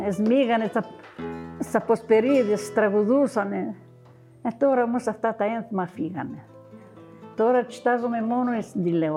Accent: Vorizia, Crete, Greece; Εγώ ήμουν και από τα Βορίζα, δεν ήξερα και πολλά.

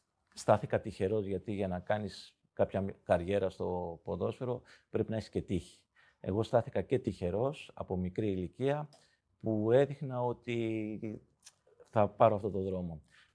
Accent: Elefsina, Attica, Greece; moved away as an adult; now in Crete, Greece; Γέννημα θέμα της Ελευσίνας. Εκεί μεγάλωσα, στις Ακαδημίες της Ελευσίνας

